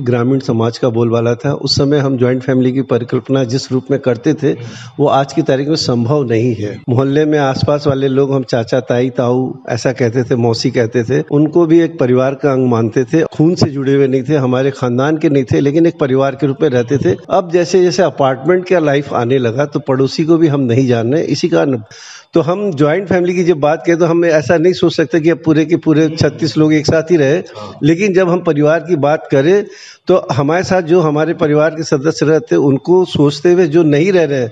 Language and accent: Hindi; Kolkata, West Bengal, India; मैं तो पैदा हुआ पला बड़ा कलकत्ता में, लेकिन मूल मेरा बिहार है।